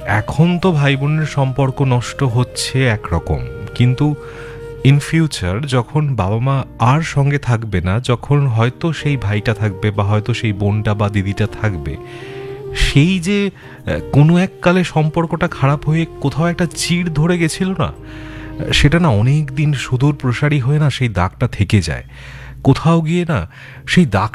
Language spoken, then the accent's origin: Bangla; India